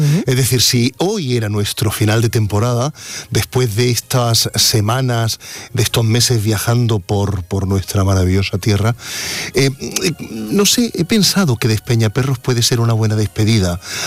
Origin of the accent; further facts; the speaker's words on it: Andalusia, Spain; la intuición del Valle del Guadalquivir, con ese río mayor de Andalucía que hilvana nuestros sueños como andaluces.